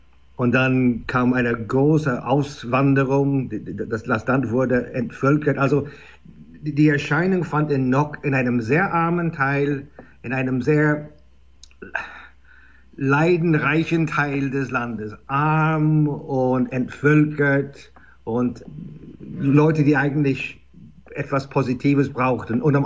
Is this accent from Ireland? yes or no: yes; Ireland; German is a second language